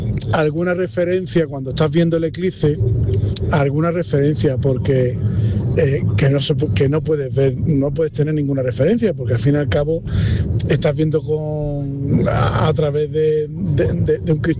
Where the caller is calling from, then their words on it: Málaga, Andalusia, Spain; de Málaga. Bueno, nosotros vimos el eclipse, yo vivo en Málaga, bueno, 20 minutos del centro. En una casa mata, que le decimos nosotros.